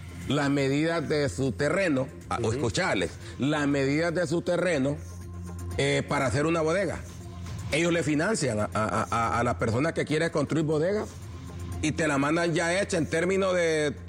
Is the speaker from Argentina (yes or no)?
no; Honduras; yo personalmente, como hondureño